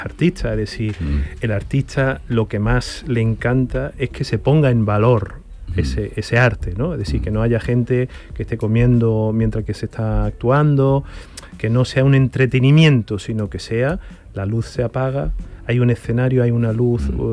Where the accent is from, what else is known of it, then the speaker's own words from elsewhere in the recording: Seville, Andalusia, Spain; Sevilla para mí, pues claro, es algo especial porque yo soy de Sevilla